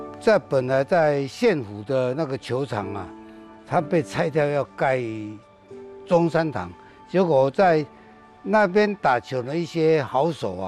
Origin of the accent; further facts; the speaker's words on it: Xinying, Tainan, Taiwan; 那我们就从小就搬到新营糖厂的宿舍，就在新营糖厂好长大。